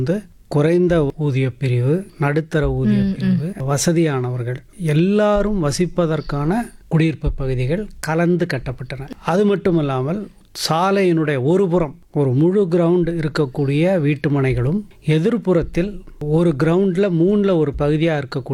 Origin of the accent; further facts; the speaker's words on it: Chennai, Tamil Nadu, India; நான் சென்னையில தான் முழுக்க வளர்ந்தேன். 6-7 வயதாக இருக்கும்போது அந்த வண்ணாரப்பேட்டை பகுதியில இருந்து, ரொம்ப வட சென்னையில் இருக்கக்கூடிய ரொம்ப நெரிசலான பகுதி